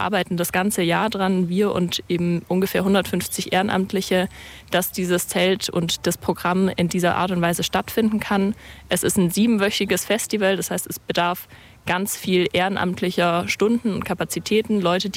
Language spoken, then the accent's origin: German; Ulm, Baden-Württemberg, Germany; born or raised there; moved away